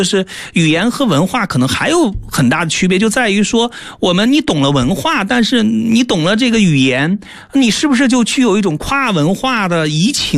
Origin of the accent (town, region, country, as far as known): China